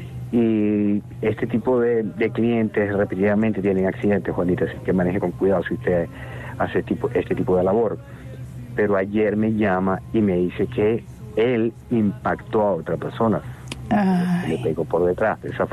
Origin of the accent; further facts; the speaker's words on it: Venezuela; Y yo como venezolano